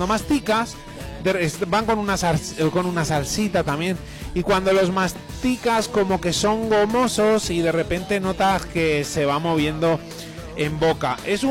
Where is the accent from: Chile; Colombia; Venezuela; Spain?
Spain; Valencian Community; moved away; En Valencia es muy tradicional, en mi tierra, la carne de caballo